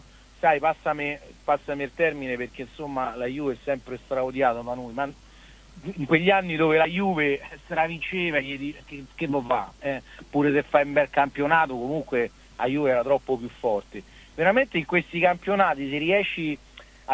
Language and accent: Italian; Rome, Lazio, Italy; io sono da Roma, quindi più andiamo su in una competizione più sono contento.